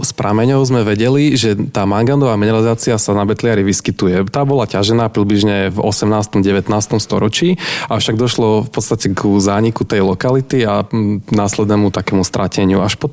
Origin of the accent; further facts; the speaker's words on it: Humenné, Prešov Region, Slovakia; moved away as an adult; now in Bratislava, Slovakia; Áno, tak ja som rodený Humenčan. V Humennom som žil v podstate celý život až do mojej vysokej školy. Chodil som tam na strednú školu, na gymnázium armádneho generála Ludvíka Svobodu